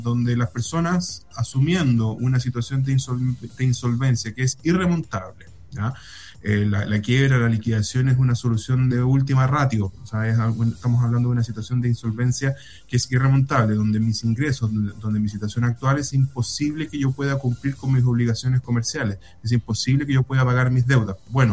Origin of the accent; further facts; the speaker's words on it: Viña del Mar, Valparaíso, Chile; also born or lived in Villa Alemana; nosotros partimos en la quinta región, nosotros somos de Viña. Bueno, yo precisamente tengo mi corazón dividido entre Villa Alemana y Viña del Mar. Estudié en Valparaíso